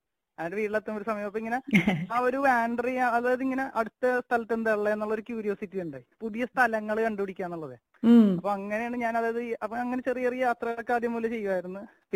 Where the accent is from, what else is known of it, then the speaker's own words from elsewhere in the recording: Kochi, Kerala, India; born there; അങ്ങനെ ഇപ്പൊ ഞാൻ ഇവിടെ എറണാകുളത്ത് നെട്ടൂരാണ്, അതായത് തറവാട് കൊച്ചിയിലായിരുന്നു. 2007 മുതൽ നെട്ടൂരേക്ക് വരുമ്പോ